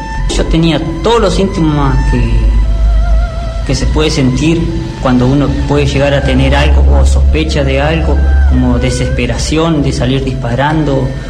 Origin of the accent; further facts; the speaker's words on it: Alvear, Corrientes, Argentina; soy de Alvear.